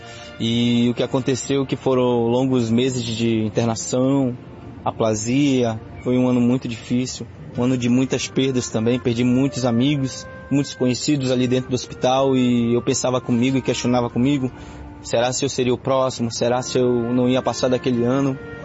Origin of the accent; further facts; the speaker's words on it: Manaus, Amazonas, Brazil; tenho 28 anos de idade, sou de Manaus, Amazonas.